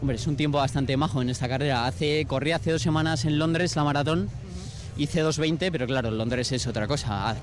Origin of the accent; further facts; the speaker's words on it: Vitoria-Gasteiz, Basque Country, Spain; Yo soy de Vitoria